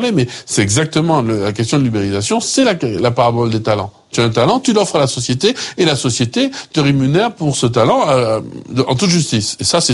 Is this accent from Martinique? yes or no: yes; Martinique; chez nous, en Martinique